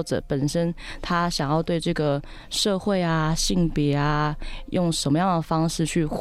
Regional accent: Taiwan

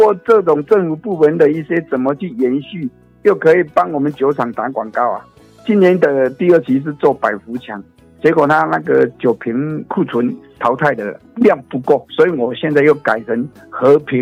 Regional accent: Kinmen County, Taiwan; born or raised there

